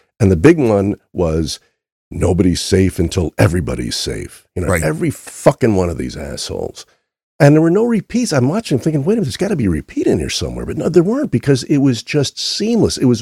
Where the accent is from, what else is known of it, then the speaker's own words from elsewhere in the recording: New York, United States; when I was a kid growing up in New York